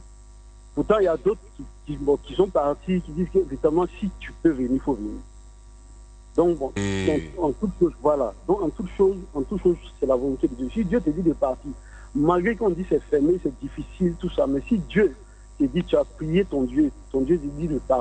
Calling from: Abidjan, Côte d’Ivoire; je vous appelle dans la commune de Cocody.

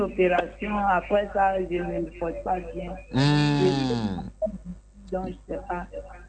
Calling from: Abidjan, Côte d’Ivoire; je vous appelle de Port-Voué.

